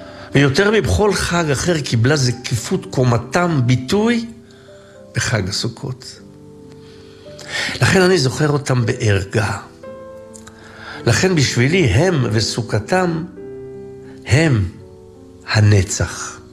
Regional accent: Jerusalem, Jerusalem District, Israel; אני זוכר סוכות בירושלים, בשכונה שבה נולדתי. היינו ממהרים מן ההבדלה של מוצאי יום הכיפורים לביתנו אשר בבית הכרם.

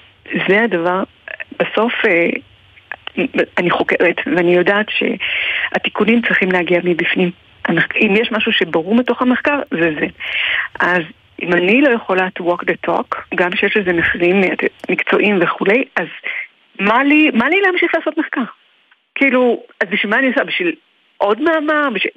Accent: Jerusalem, Jerusalem District, Israel; בסורוצקין, אני קורא לזה, ויש שכונה חרדית באזור הזה, אתה יודע איפה זה היה מדה? כאילו כל האזור שם, אז שם.

